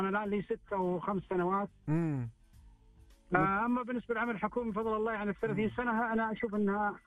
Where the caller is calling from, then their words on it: Riyadh, Riyadh Province, Saudi Arabia; والله انا كنت في الرياض طال عمرك.